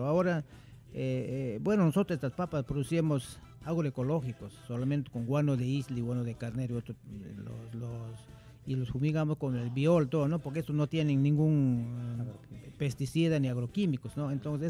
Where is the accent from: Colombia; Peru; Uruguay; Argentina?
Peru; Quisqui district, Huánuco; born there; Yo soy del Fundo Monte Azul, del distrito de Quisqui, la provincia de la región de Huánuco, con el mejor clima del mundo.